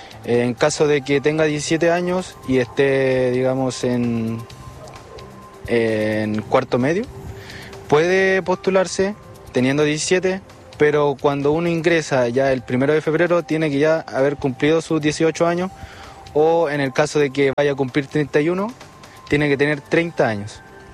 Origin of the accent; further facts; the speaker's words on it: Puerto Montt, Los Lagos, Chile; Sí, soy de Puerto Montt.